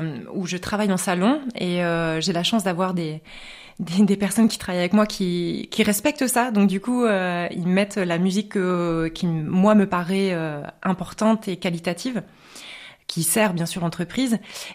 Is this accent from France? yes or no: yes; Bayeux, Normandy, France; also born or lived in Beijing; je suis née à Bayeux, je suis une vraie bajocasse.